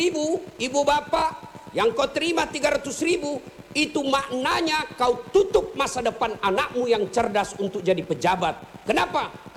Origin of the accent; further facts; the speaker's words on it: South Sulawesi, Indonesia; Kalau kami orang Bugis tidak takut sama istri.